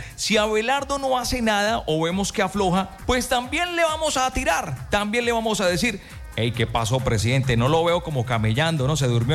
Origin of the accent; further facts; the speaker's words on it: Colombia; yo soy colombiano